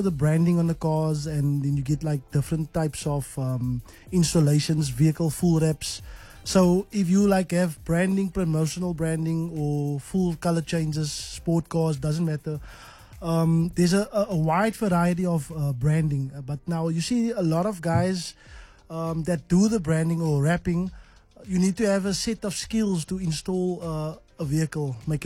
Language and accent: English; Cape Town, Western Cape, South Africa; and then there's a few guys that they chose from Cape Town. We are three from Cape Town.